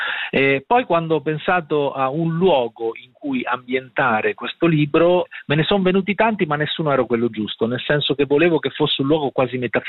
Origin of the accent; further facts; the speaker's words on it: Sant'Elpidio a Mare, Marche, Italy; la mia paese o città di origine si chiama Sant'Elpidio a Mare, però non c'è il mare. La cosa buffissima è questa, no? Un po' come Adriatica, una città che c'è ma non esiste. Il mio paese si chiama Sant'Elpidio a Mare, ma è in collina, e quindi il mare si vede solo da lontano.